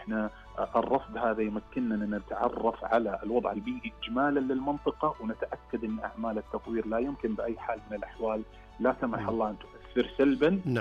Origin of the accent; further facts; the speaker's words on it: Saudi Arabia; وجدا جدا جدا سعيدين أننا نثبت كسعوديين أنه فعلا رؤية القيادة